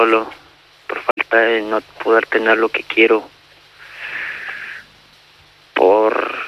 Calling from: Barcelona, Catalonia, Spain; vivo en Barcelona

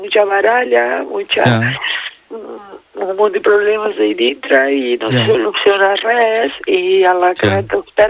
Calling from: Tarragona, Catalonia, Spain; Yo estoy en Cataluña.

